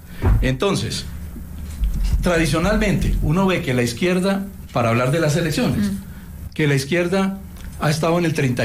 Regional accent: Huila, Colombia; En mi tierra, por ejemplo, en el Huila

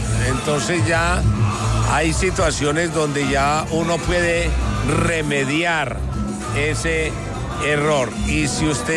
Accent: Colombia; Nosotros como colombianos estamos muy entusiasmados

